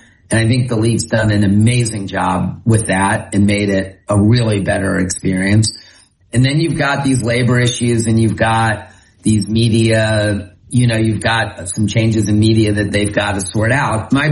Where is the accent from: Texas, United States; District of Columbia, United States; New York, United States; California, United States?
District of Columbia, United States; Washington; born or raised there; moved away; also born or lived in Maryland